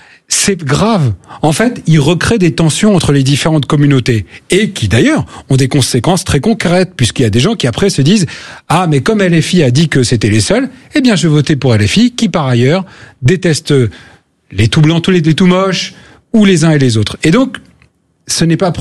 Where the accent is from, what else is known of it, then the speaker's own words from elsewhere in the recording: Bagnolet, Île-de-France, France; now in Normandy, France; j'étais originaire du 93.